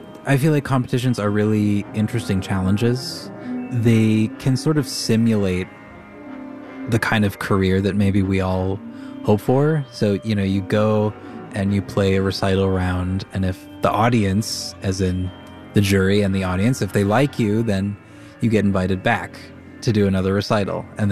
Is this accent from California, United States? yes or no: no; Minneapolis, Minnesota, United States; I am so honored and thrilled that it's here in my hometown.